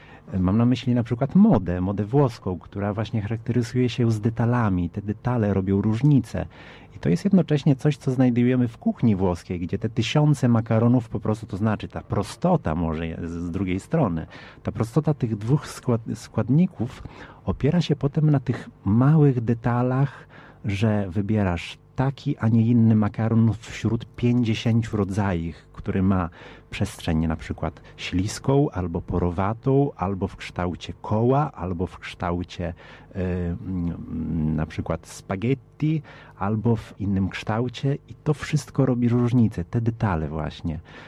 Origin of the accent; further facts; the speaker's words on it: Italy; jako Włoch, jako Polak, który urósł we Włoszech